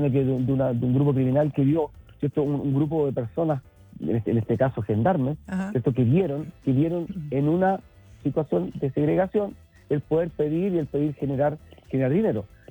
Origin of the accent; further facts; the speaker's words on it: Chile; todo lo que nos, como Estado, como gobierno, como sociedad chilena, hagamos para entender de que ya, como había una frase antigua, Chile cambió, y efectivamente Chile cambió